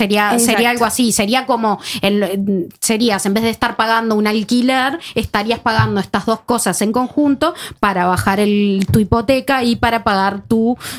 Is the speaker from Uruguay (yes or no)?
yes; Uruguay; now in Norway; yo como uruguaya, de que está muy acostumbrada al sistema de cooperativas y a esto de que tenés que tener antigüedad, una de las primeras cosas que hice acá en Noruega fue hacerme socia de OVOS.